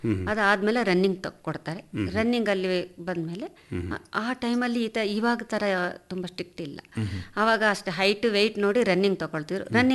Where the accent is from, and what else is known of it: Kodagu, Karnataka, India; born there